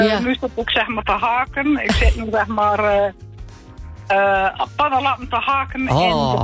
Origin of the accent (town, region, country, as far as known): Aardenburg, Zeeland, Netherlands; born or raised there